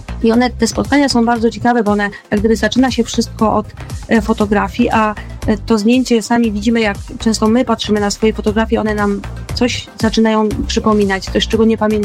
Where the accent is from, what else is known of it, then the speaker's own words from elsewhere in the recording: Trzcianka, Greater Poland Voivodeship, Poland; bo choć nie urodziłam się w Trzciance, to moja rodzina pochodzi stąd i w sumie od dzieciństwa tutaj mieszkam.